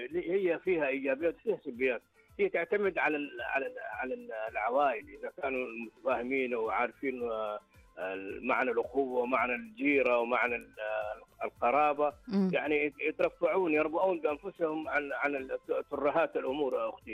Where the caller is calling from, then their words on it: Saudi Arabia; وتعرف احنا مجتمع سعودي ومجتمع مترابط.